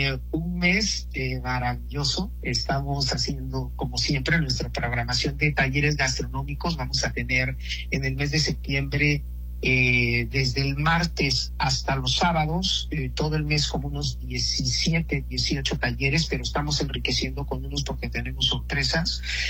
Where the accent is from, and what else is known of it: Mexico